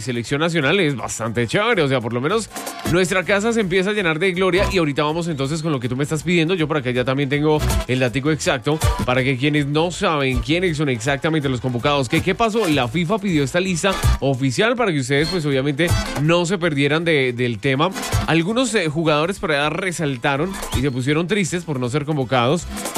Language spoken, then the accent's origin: Spanish; Colombia; Soy colombiano de pura raza, papá